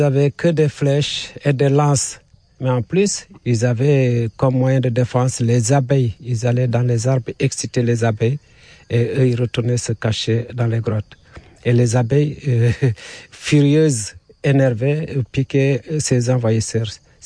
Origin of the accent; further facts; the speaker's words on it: Echuar, Kédougou, Senegal; born there; Vous avez les Banapas qui sont à Echuar, mon village natal, et Bantata sur la piste des cotonniers.